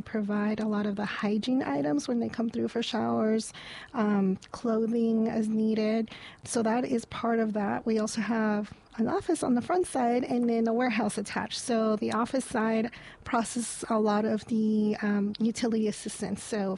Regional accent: Oxnard, California, United States; also born or lived in San Fernando Valley; I'm originally from Oxnard, left for the San Fernando Valley to go to school and started working out there. And when things changed, I came back home.

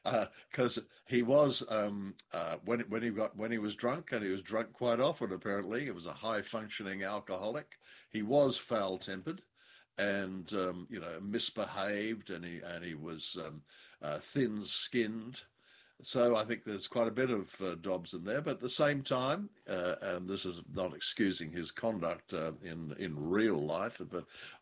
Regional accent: Western Australia, Australia; Kalgoorlie, where the gold fields are in my home state of Western Australia.

